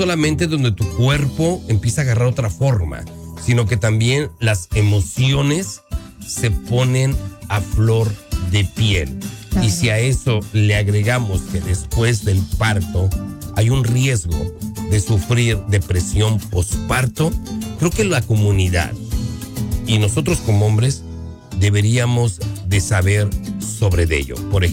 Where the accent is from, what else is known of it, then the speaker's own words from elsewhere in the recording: Mexico; nosotros como mexicanos tenemos ese título de que somos muy machistas.